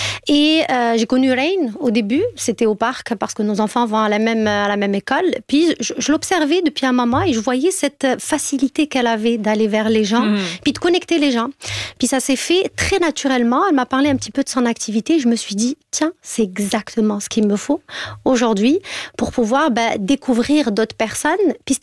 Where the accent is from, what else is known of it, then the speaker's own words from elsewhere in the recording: Algeria; moved away as an adult; ça fait que 3 ans que je suis ici. Je viens d'Algérie, donc on partage pratiquement la même culture.